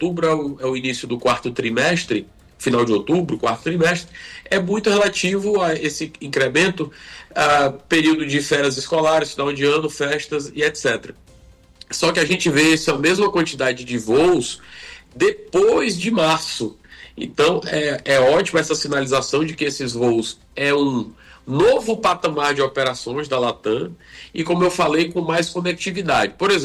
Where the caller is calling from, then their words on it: Fortaleza, Ceará, Brazil; Rapaz, eu tô falando de uma capital cearense debaixo d'água aqui, bastante cinza.